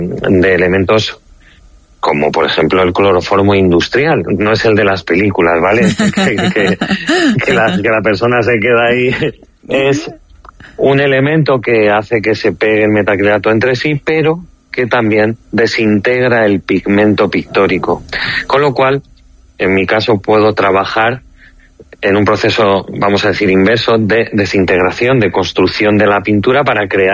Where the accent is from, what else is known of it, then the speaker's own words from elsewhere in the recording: Palma de Mallorca, Balearic Islands, Spain; born there; moved away; yo salí de mi isla, de Palma de Mallorca, el lugar donde nací, donde hay una naturaleza exultante, está rodeado de color, de estimulación